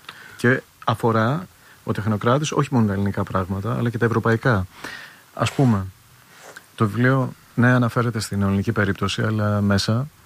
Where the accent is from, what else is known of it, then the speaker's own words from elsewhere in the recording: Central Greece, Greece; Ευρυτανία, είμαι Ευρυτάνας